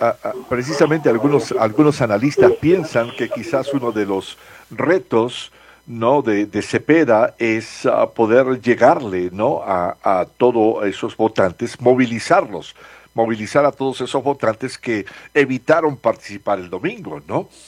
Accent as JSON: {"language": "Spanish", "country": "Venezuela", "said": "Yo soy venezolano"}